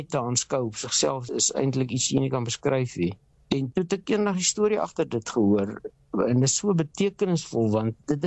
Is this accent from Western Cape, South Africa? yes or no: yes; Western Cape, South Africa; born there; moved away as an adult; also born or lived in Lindley, Free State; now in Free State, South Africa; ek is 'n gebore Bolander, Kaapenaar, Matie